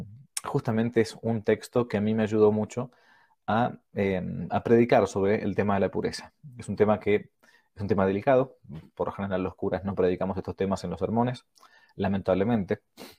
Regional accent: Argentina; el resto de la gente que no está en mi país

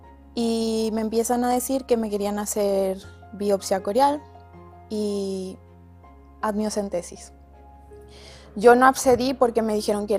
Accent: Paraguay; tengo 23 años, soy de Paraguay y mami de Bastián.

